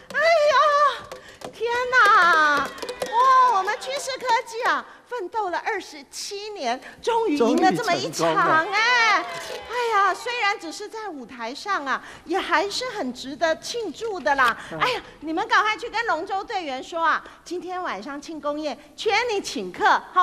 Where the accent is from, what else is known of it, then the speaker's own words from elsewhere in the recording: Taiwan; 就是我们台湾人说的当机啦。